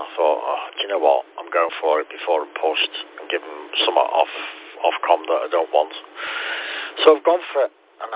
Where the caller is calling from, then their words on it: Liverpool, North West England, United Kingdom; because I come from Liverpool.